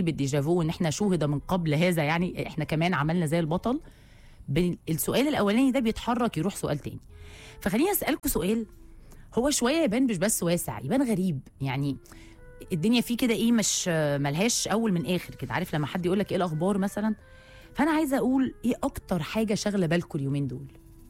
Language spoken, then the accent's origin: Arabic; Egypt; احنا كلنا كمصريين